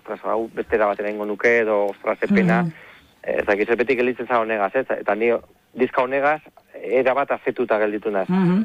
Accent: Portugalete, Basque Country, Spain; also born or lived in Getxo; nire herri da Portugalete, Getxo

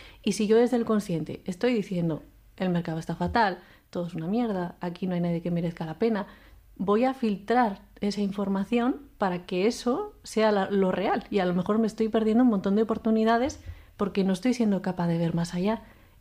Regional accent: Basque Country, Spain; Pero aquí que somos como muy vascos, ¿no?

